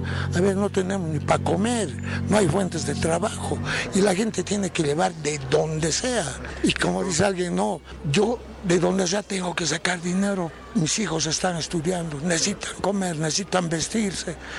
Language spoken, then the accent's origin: Spanish; Bolivia; tratar de que nosotros como bolivianos ser tal vez una luz a nivel mundial, ¿no?